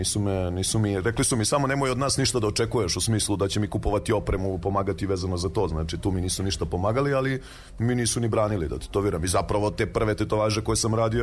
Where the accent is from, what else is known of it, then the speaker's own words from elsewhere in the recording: Gornji Milanovac, Moravica District, Serbia; born there; rodom sam iz Gornjeg Milanovca, već tetoviram već preko 15 godina.